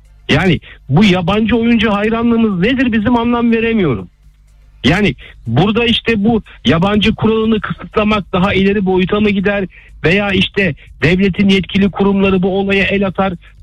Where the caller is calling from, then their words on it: Istanbul, Turkey; ben İstanbul'dan.